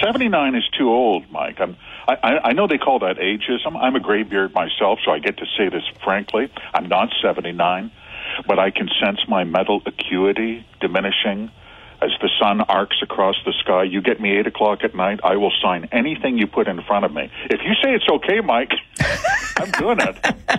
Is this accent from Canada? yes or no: yes; Canada; we're Canadian.